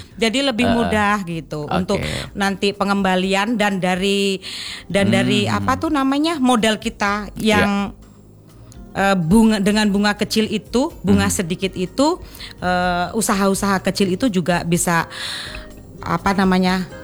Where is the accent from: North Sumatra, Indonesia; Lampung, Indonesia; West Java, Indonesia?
Lampung, Indonesia; Bukan, saya dari Lampung.